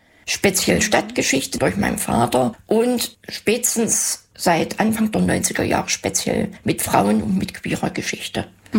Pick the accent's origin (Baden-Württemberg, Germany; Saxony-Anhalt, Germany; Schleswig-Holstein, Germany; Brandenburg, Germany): Saxony-Anhalt, Germany; also born or lived in Halle; Ich bin zwar in Halle geboren, aber im Umland aufgewachsen